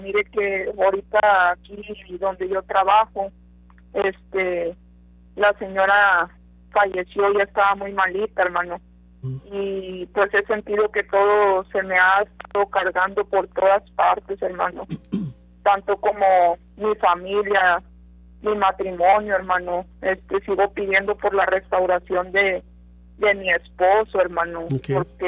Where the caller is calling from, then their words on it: Piedras Negras, Coahuila, Mexico; de Piedras Negras